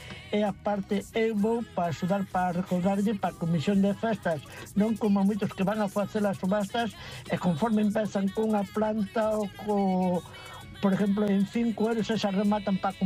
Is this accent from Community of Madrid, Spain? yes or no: no; Gondomar, Galicia, Spain